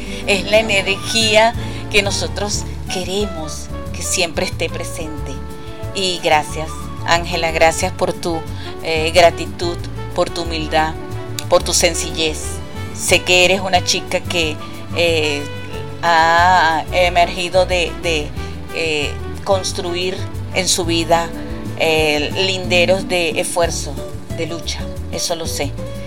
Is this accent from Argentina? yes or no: no; Venezuela; hemos querido llegar a donde deseamos como venezolanos